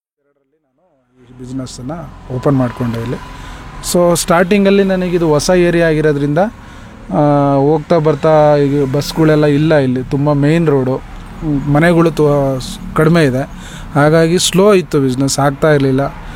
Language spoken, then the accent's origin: Kannada; Karnataka, India; born there; also born or lived in Kalgangur; So ನಾನು ಹುಟ್ಟಿದ್ದು ಮೂಲತಃ ನವಲೆ, ಬೆಳೆದಿದ್ದು ಇಲ್ಲೇ ಹಳ್ಳಿ ಒಂದು ಕುಗ್ರಾಮ ಕಲ್ಗಂಗೂರು ಅಂತೇಳಿ. ಸೊ ಅಲ್ಲಿ ನನ್ನ 5ನೇ ತರಗತಿ ತನಕ ವಿದ್ಯಾಭ್ಯಾಸ ಆಯಿತು. ಅಲ್ಲಿಂದ ಮತ್ತೆ ನಾನು ಇಲ್ಲಿ ನಾನು ಹುಟ್ಟಿದ ಸ್ಥಳಕ್ಕೆ ನವಲೆಗೆ ಬಂದೆ.